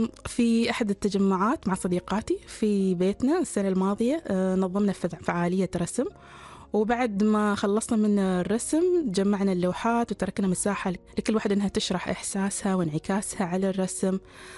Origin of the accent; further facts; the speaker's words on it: Oman; كفتاة عمانية افتخر كثير